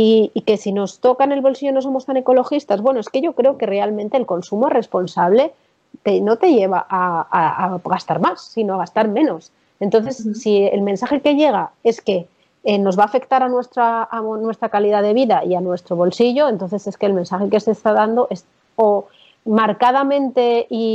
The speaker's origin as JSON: {"language": "Spanish", "town": "Madrid", "region": "Community of Madrid", "country": "Spain", "moved": "as an adult", "lives_now": "Berlin, Germany", "said": "Mira que nos gusta a los de Madrid hablar de nuestra ciudad, ¿eh? Somos muy, muy centralistas."}